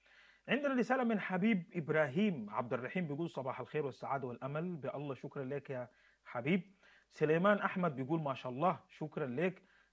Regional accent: Sudan; دي حاجتنا كسودانيين

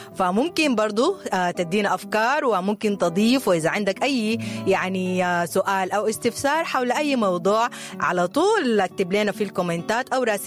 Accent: Sudan; نحن كسودانيين عندنا حاجة جميلة جدا في مجتمعنا اللي هي اللمة.

